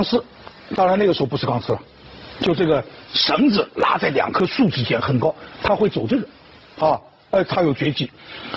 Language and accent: Chinese; Wuxi, Jiangsu, China; 那么最后介绍一个我的同乡，大家把他忘了，无锡，我的老家无锡有一个非常有名的小吃，王兴记小笼包。